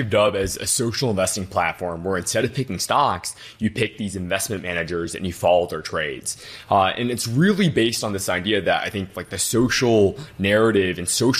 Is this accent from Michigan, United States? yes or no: yes; Detroit, Michigan, United States; Yeah. So born and raised in Detroit, my parents are immigrants. We didn't have a lot of money growing up.